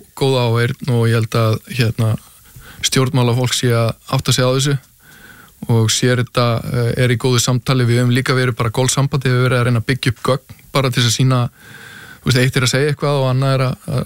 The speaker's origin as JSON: {"language": "Icelandic", "town": "Hafnarfjörður", "region": "Capital Region", "country": "Iceland", "tie": "born or raised there"}